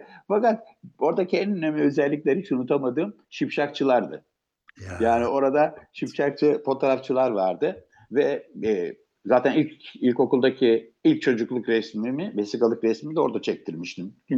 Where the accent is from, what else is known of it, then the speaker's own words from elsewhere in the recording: Istanbul, Turkey; Ben dedim çocukluğum, bütün gençliğim sur içinde geçti. Balat ve Fener'i çok iyi bilirim. Doğup büyüdüğüm yer.